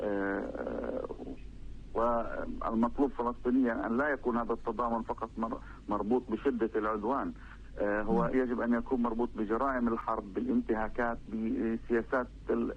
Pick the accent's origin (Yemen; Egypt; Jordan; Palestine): Palestine; Gaza Strip; نحن كفلسطينيين في قطاع غزة فرضت علينا سياسة الأمر الواقع